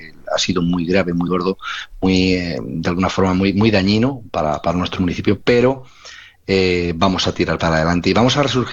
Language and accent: Spanish; Castile and León, Spain; Nosotros, los que somos de Navalonga, navalongueños, hablo de mi pueblo ahora